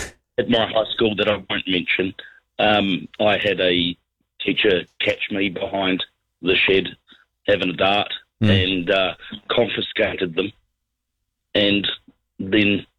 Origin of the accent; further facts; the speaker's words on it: Christchurch, Canterbury, New Zealand; I mean, I'm from Christchurch